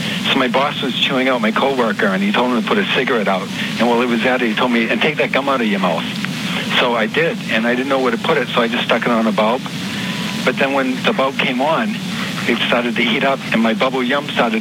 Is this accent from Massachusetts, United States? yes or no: yes; Beverly, Massachusetts, United States; I'm from Beverly, Massachusetts.